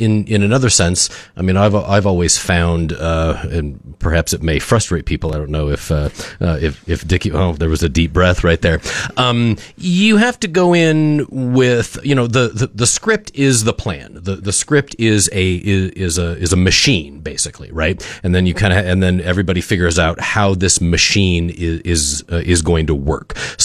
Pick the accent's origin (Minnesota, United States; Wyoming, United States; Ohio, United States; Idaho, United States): Wyoming, United States; Cheyenne; I'm from Cheyenne, Wyoming, where I run the theater program at LCCC.